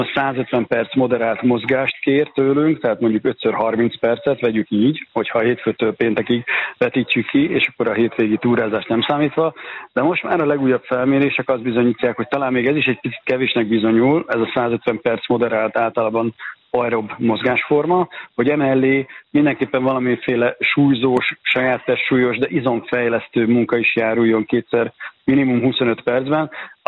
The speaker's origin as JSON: {"language": "Hungarian", "town": "Szeged", "region": "Csongrád-Csanád", "country": "Hungary", "tie": "born there", "said": "jövő héten is jövök vissza Szegedre. Igaz, hogy a szülővárosom"}